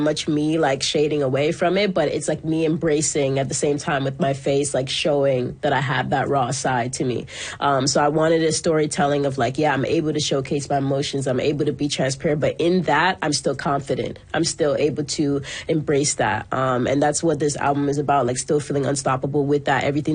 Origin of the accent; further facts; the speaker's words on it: Toronto, Ontario, Canada; And since then, every time I walk outside, people know that I'm from Toronto.